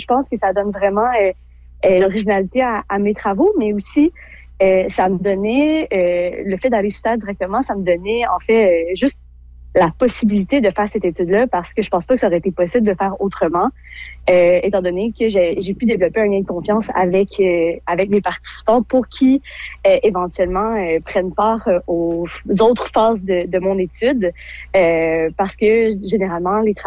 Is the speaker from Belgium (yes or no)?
no; Val-d'Or, Quebec, Canada; J'ai grandi à Val-d'Or